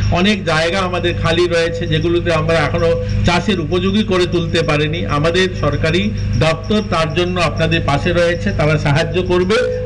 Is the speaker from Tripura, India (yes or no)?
yes; Tripura, India; আমাদের ত্রিপুরা রাজ্য কৃষি প্রধান রাজ্য, এখানে খুব একটা কলকারখানা বড় ফ্যাক্টরি নেই।